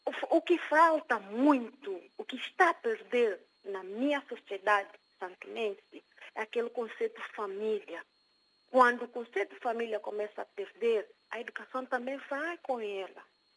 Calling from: São Tomé & Príncipe; Portuguese is a second language

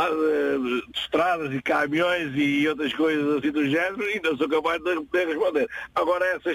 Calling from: Setúbal, Portugal; Da capital do Carrapão e da Sardinha.

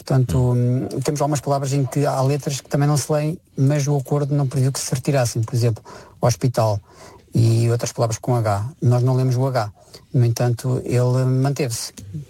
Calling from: Coimbra, Centro, Portugal; estou a falar de Coimbra.

